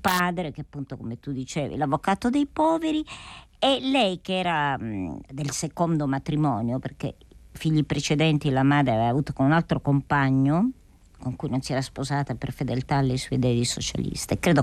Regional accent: Calabria, Italy; erano gli anni prima del femminismo, 67, io sono meridionale, sono calabrese, lei siciliana, dico: ma com'è possibile?

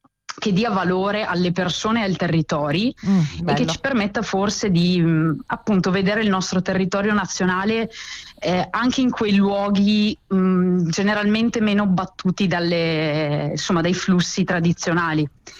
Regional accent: Veneto, Italy; accent: Venetian dialect; il nostro dialetto veneto

